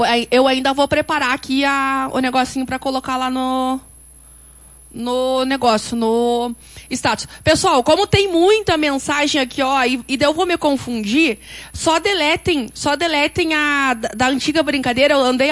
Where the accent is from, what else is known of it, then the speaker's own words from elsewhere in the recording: Brazil; eu sou brasileiro